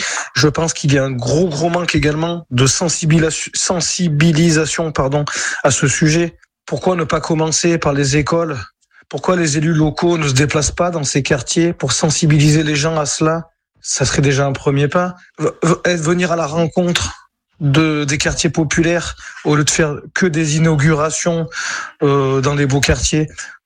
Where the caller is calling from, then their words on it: Valence, Auvergne-Rhône-Alpes, France; j'ai 38 ans, je vis à Valence.